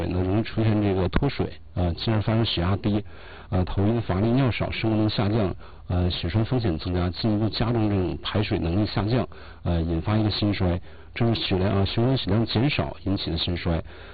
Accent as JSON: {"language": "Chinese", "region": "Northeast China", "country": "China", "said": "咱们东北人爱吃凉菜啊"}